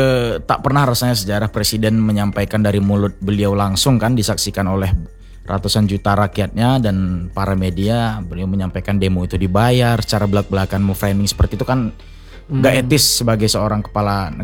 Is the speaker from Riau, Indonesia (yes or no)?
yes; Bangkinang, Riau, Indonesia; Saya asli Bangkinang, Bang.